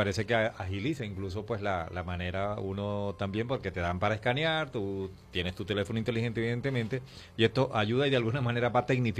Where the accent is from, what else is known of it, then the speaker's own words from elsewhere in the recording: San Fernando de Apure, Apure, Venezuela; Yo vengo de San Fernando de Apure, y allá es una tradición que los choferes aumentan porque les da la gana de manera arbitraria